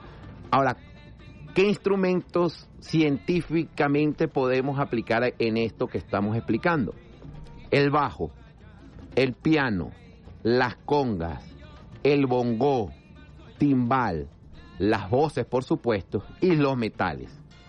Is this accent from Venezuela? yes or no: yes; Venezuela; es parte de la esencia de nosotros como latinos, como seres humanos, como venezolanos.